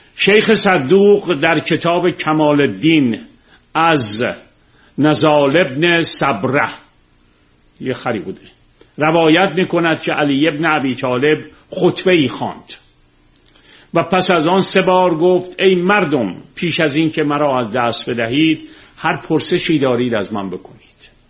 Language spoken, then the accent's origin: Persian; Tehran, Tehran Province, Iran; چون ما تو گل و شل بزرگ شدیم، من روزی که خیابون و کوچه های تهران رو تیر میذاشتن که سیم برق بکشن یادمه. خونه ما که برق کشیدن همسایه روبرویمون اومد به مادر من گفت این بچه هاتو میکشه.